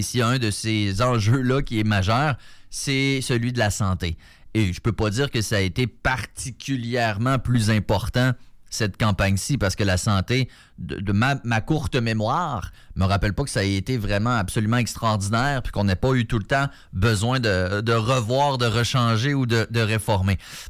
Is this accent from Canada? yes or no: yes; Quebec City, Quebec, Canada; born there